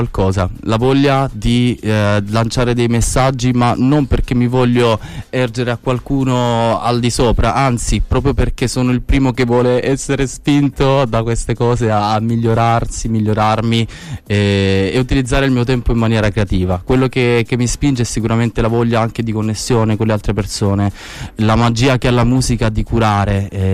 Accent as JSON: {"language": "Italian", "region": "Apulia", "country": "Italy", "also_born_or_lived": "Belarus / Netherlands", "moved": "yes", "said": "io sono salentino, sono anche bielorusso"}